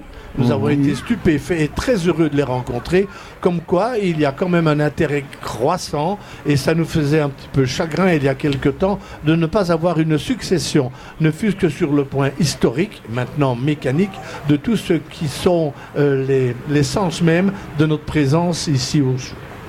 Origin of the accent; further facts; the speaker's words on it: Liège, Wallonia, Belgium; accent: liégeois; J'ai l'accent liégeois